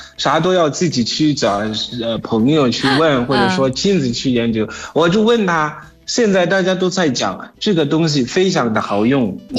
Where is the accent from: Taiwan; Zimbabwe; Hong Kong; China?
Zimbabwe; Chinese is a second language